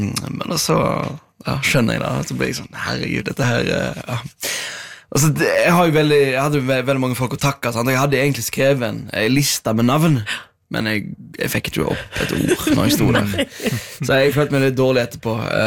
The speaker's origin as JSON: {"language": "Norwegian", "town": "Stord", "region": "Vestland", "country": "Norway", "tie": "born or raised there", "lives_now": "Oslo, Norway", "said": "Jeg var hjemme på Stord."}